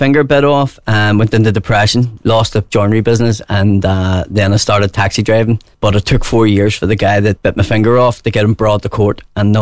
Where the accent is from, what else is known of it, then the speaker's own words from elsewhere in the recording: Ireland; we're Irish, let's make fun of stuff that affects us.